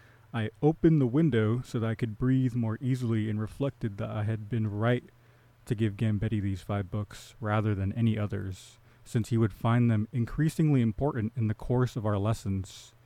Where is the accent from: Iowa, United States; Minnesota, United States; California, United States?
California, United States; Fremont; now in Oakland, United States; Fremont, California. I'm from Fremont. And yeah, I don't know. I like that I grew up around non-white people